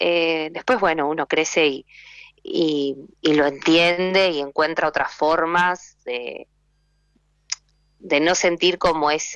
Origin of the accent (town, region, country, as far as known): Quilmes, Buenos Aires Province, Argentina; born there